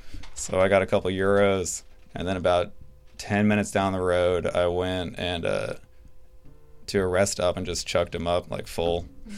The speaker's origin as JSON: {"language": "English", "region": "Florida", "country": "United States", "tie": "born or raised there", "said": "I'm from North Florida. So okay. Like raised in the swamp kind of thing."}